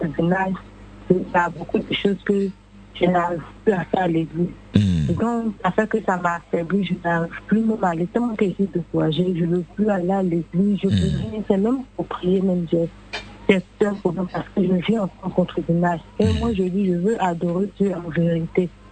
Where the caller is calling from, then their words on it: Abidjan, Côte d’Ivoire; Je suis au plateau d'Okui.